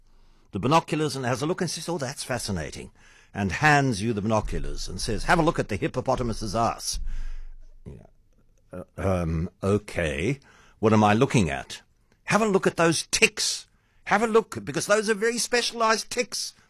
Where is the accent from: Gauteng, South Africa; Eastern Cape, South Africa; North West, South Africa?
Eastern Cape, South Africa; I grew up in the Eastern Cape